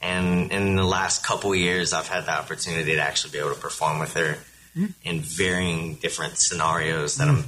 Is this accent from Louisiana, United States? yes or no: yes; Lafayette, Louisiana, United States; Yeah, I'm born and raised in Lafayette, Louisiana.